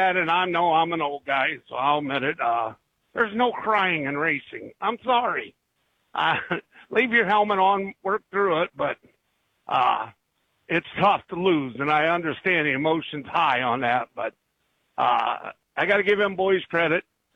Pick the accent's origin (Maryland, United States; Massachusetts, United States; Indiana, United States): Indiana, United States; born or raised there